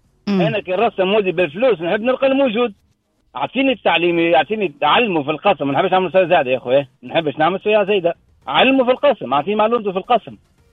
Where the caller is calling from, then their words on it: Sfax, Sfax Governorate, Tunisia; أنا نحكي معك من صفاقس